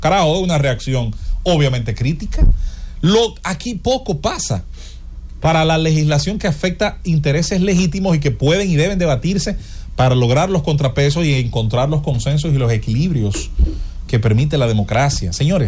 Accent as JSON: {"language": "Spanish", "region": "Azua", "country": "Dominican Republic", "tie": "born there", "moved": "yes", "said": "a uno le duele irse donde uno nace. Yo salí de mi pueblo en el 96"}